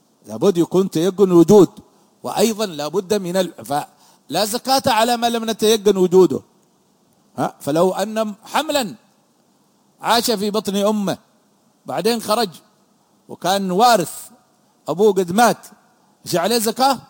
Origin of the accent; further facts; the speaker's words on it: Yemen; عندنا في اليمن